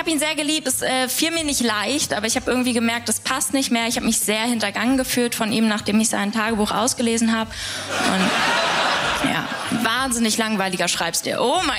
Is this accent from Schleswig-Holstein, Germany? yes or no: no; Berlin, Germany; Ich komme aus Berlin und ich bin 1,60 groß.